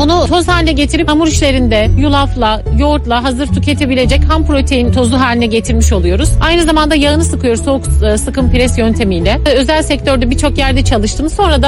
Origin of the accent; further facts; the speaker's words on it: Amasya, Turkey; born there